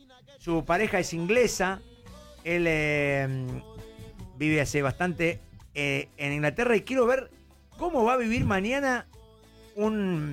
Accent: Argentina

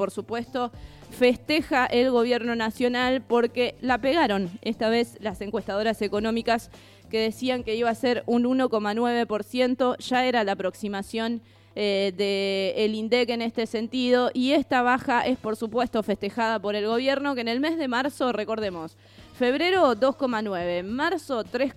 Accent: Argentina; lo apasionados que somos los argentinos

